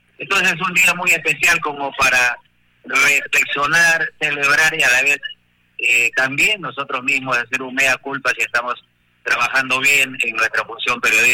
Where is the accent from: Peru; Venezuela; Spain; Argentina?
Peru; Palpa, Ica; moved away; Feliz de haber llegado hace unos minutos aquí a mi tierra de Palpa